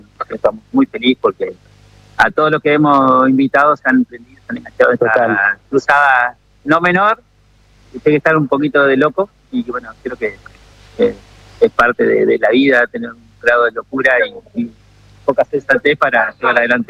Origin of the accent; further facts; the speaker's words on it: Viale, Entre Ríos, Argentina; born there; now in Paraná, Argentina; yo tenía acá a 50 kilómetros, donde nací en Viale, tengo ciclo 2, un pequeño lugar donde procesamos la carne.